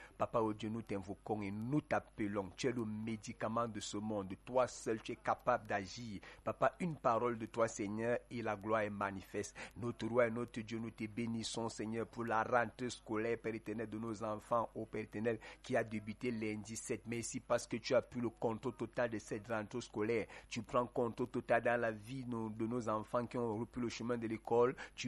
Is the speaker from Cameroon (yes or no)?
yes; Cameroon; en tant que Camerounais vivant dans ce pays.